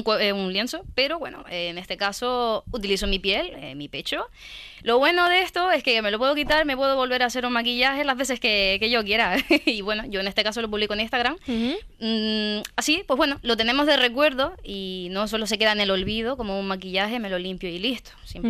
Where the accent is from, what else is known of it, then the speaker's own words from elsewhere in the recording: Fuerteventura, Canary Islands, Spain; Soy de Fuerteventura y tengo 21 años